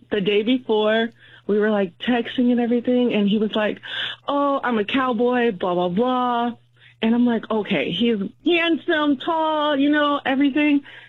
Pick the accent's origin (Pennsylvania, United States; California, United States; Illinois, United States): Illinois, United States; Chicago; now in Texas, United States; So, I am originally from Chicago, moved to Texas.